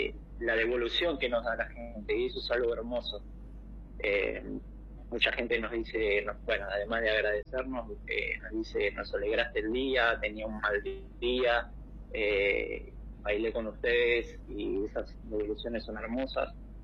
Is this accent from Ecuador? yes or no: no; Argentina; Sí, somos de Buenos Aires.